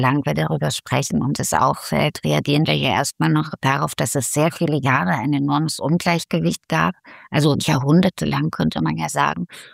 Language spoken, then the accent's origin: German; Riesa, Saxony, Germany; born there; Ich bin in der DDR geboren, in Riesa. Ich bin ein sächsisches Mädchen sozusagen.